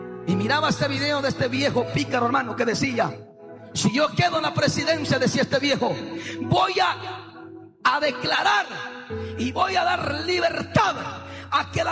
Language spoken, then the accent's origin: Spanish; Guatemala; Y amo a Guatemala, hermano. Porque soy guatemalteco.